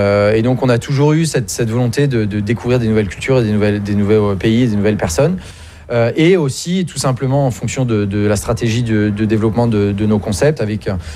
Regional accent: France; now in Hong Kong; Nous sommes français, donc forcément on a cette connexion aussi.

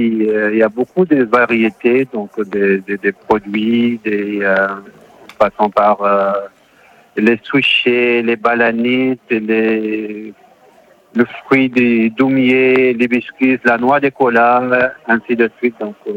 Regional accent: north, Chad; moved away as an adult; also born or lived in Algeria; Donc moi, je viens du nord du Tchad, donc je fais partie d'une famille nomade sédentarisée.

